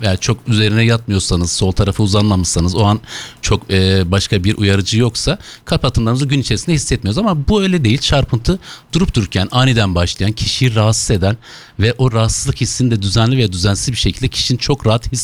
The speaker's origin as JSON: {"language": "Turkish", "town": "Diyarbakır", "region": "Diyarbakır Province", "country": "Turkey", "tie": "born there", "also_born_or_lived": "Ankara", "said": "1979 Diyarbakır doğumluyum."}